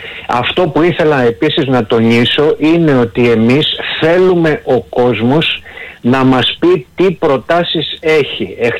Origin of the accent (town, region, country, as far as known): Greece